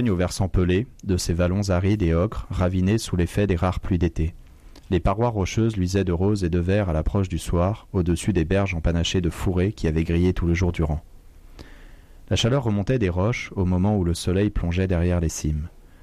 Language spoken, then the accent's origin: French; Auvergne-Rhône-Alpes, France; also born or lived in Chamonix; Je viens moi-même d'un territoire de montagne. Je suis né à Chamonix et j'ai grandi dans les Alpes